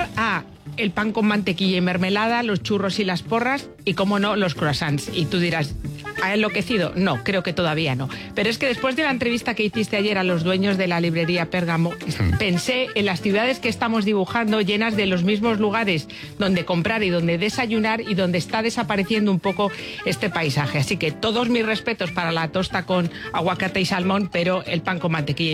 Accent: Andorra; Yo no tengo puntos porque soy de Andorra, allí no hay puntos.

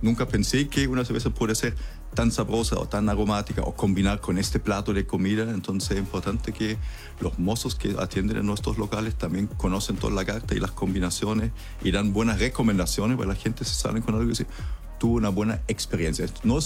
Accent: Germany; born there; Spanish is a second language; Yo recién vengo de un viaje a Alemania, mi país natal

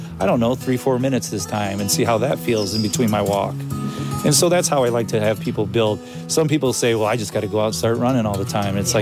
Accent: Spencer, Ohio, United States; Yeah, I grew up south in Spencer.

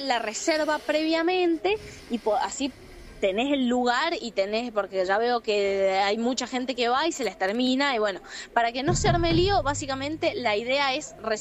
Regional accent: Godoy Cruz, Mendoza, Argentina; Soy Godoy Cruceña... sí, por siempre.

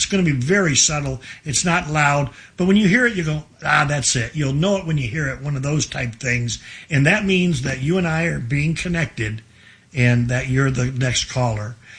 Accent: Detroit, Michigan, United States; I'm from Detroit, and I grew up there.

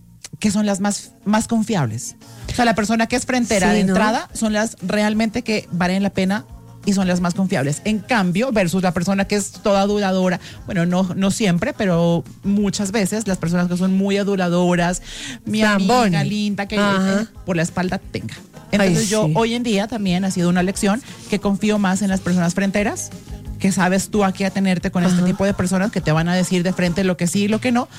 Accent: Nariño, Colombia; la región en general es una región de puertas abiertas y la gente es muy querida. No es porque yo sea de allá

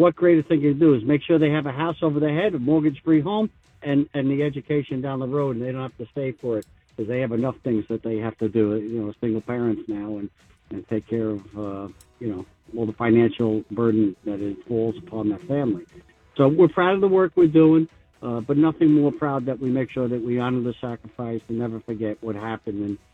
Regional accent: New York City, New York, United States; my brother Stephen's hometown, my hometown, Staten Island, New York. Just in case people can't recognize my accent

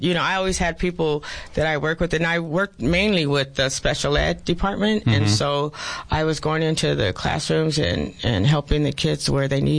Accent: Yuma, Arizona, United States; we grew up in Yuma

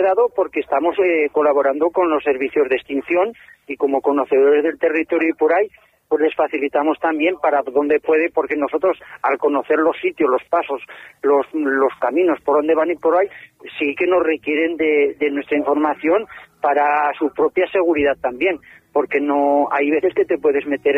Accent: Luesia, Aragon, Spain; Sí, sí, soy de aquí de Luesia, sí. Tengo mi explotación aquí en Luesia.

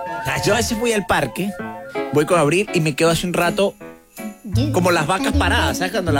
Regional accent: Elqui Valley, Coquimbo, Chile; moved away; Yo vengo allá del Valle del Elqui, allá no llegaba la televisión.

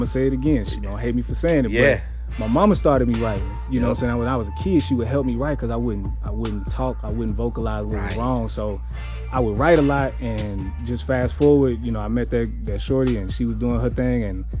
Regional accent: Little Rock, Arkansas, United States; I'm from Southwest, man. Born and raised Southwest Little Rock, man.

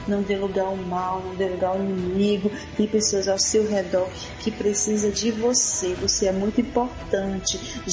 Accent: Fortaleza, Ceará, Brazil; sou aqui de Fortaleza, Ceará.

